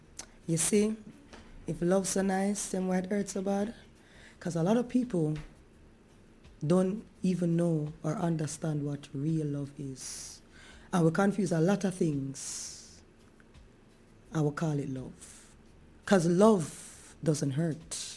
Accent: Jamaica; But I don't think us as Jamaican

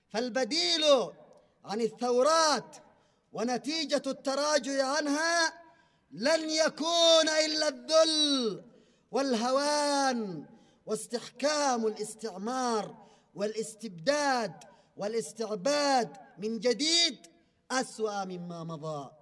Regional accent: Yemen; بلدنا اليمن

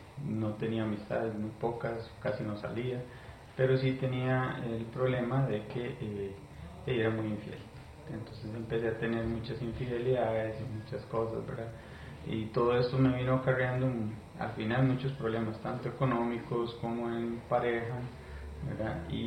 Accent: El Guarco, Cartago, Costa Rica; born there; yo nací en una provincia de acá de Costa Rica que se llama Cartago, específicamente en el Guarco.

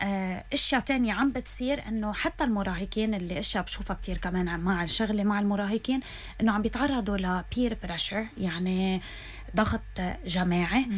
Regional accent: Lebanon; نحن كمجتمع لبناني

